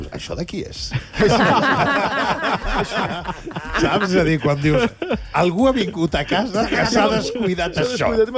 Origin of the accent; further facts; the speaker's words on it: Premià de Dalt, Catalonia, Spain; jo sóc de Premià de Dalt